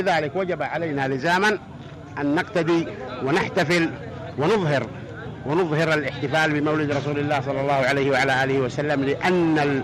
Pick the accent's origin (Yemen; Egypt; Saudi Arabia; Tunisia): Yemen; ولذلك نحن كشعب يمني أول من يجسد هذه الشعيرة العظيمة